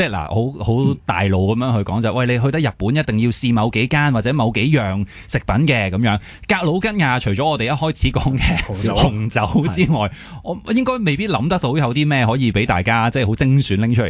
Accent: Hong Kong; 我哋香港人

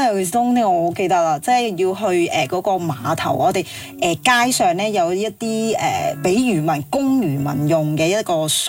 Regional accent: Hong Kong; 我系长洲土生土长嘅渔民。

